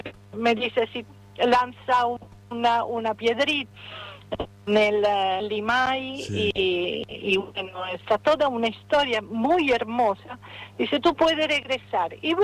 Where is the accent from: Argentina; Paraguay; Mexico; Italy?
Italy; Spanish is a second language; moved away; yo soy italiana